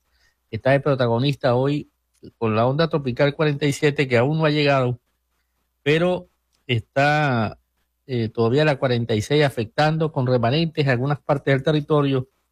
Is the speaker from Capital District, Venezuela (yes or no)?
yes; Caracas, Capital District, Venezuela; Un navegado, porque yo soy caraqueño oriental.